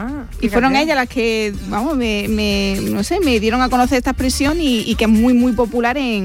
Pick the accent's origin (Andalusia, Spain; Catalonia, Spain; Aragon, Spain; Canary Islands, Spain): Andalusia, Spain; Jaén; es de mi tierra, pero es de la parte de Úbeda y Baeza